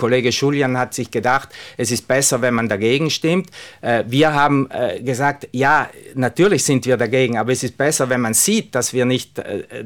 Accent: Trentino-Alto Adige, Italy

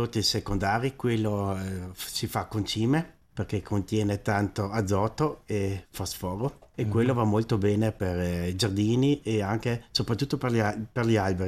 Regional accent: Trentino-Alto Adige, Italy; da noi, provincia di Bolzano.

